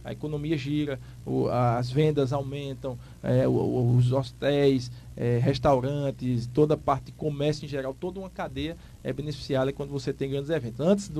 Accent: Caruaru, Pernambuco, Brazil; born there; Eu nasci em Caruaru também.

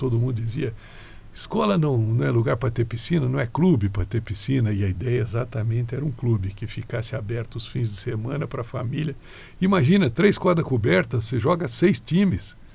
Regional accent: Urussanga, Santa Catarina, Brazil; É a minha terra natal.

